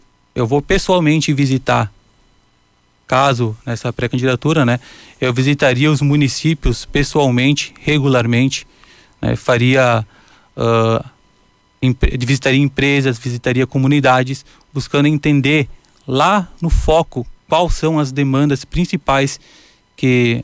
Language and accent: Portuguese; Encantado, Rio Grande do Sul, Brazil; Eu nasci aqui em Encantado, sou morador do bairro Porto 15 e passei minha infância inteira aí na Prainha do Picão